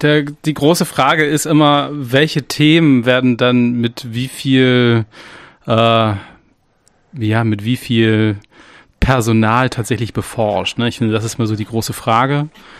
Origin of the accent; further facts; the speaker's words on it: Flensburg, Schleswig-Holstein, Germany; now in Dresden, Germany; Vor 2 Jahren ist tatsächlich einer bei meiner Heimatstadt Flensburg runtergekommen. Der ist dann auch hier in Dresden analysiert worden tatsächlich.